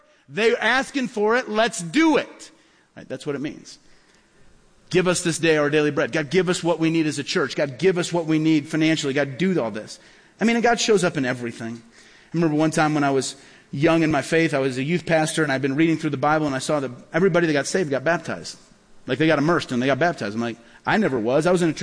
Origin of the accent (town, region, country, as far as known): Peoria, Illinois, United States; born or raised there